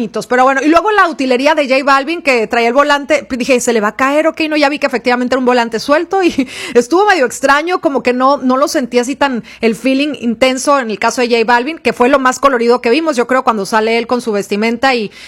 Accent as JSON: {"language": "Spanish", "country": "Mexico", "said": "porque soy mexicana, porque tenemos esta nacionalidad"}